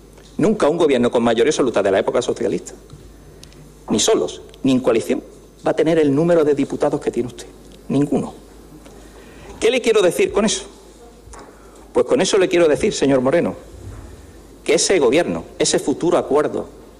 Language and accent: Spanish; Cádiz, Andalusia, Spain; ¿Que soy andaluz y ceseo o ceseo?